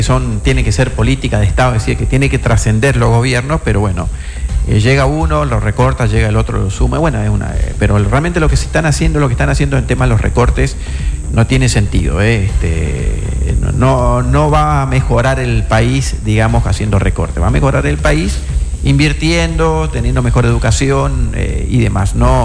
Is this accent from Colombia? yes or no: no; Argentina